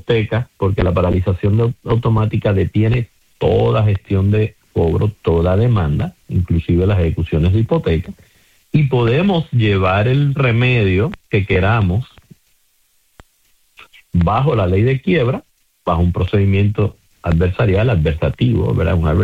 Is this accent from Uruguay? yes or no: no; San Juan, Puerto Rico; Unas personas de CUPEI, de donde soy yo.